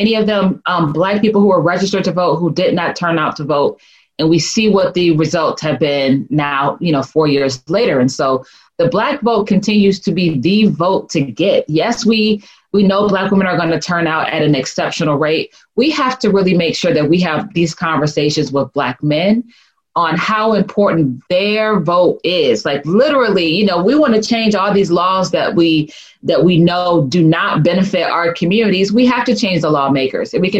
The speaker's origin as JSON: {"language": "English", "town": "Jackson", "region": "Mississippi", "country": "United States", "said": "You know, my family's from Mississippi, so we're from Jackson. And so I have a real personal kind of tie to the state."}